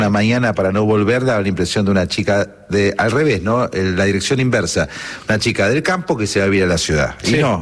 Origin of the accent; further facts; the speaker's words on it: Buenos Aires, Argentina; Yo en alguna nota decía, yo soy porteña, como diciendo, o sea, todo el mundo me pone como que soy del campo, pero no, yo nací, sí, acá.